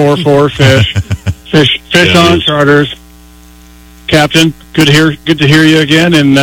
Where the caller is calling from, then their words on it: Montana, United States; But yeah, we're back here on Flathead.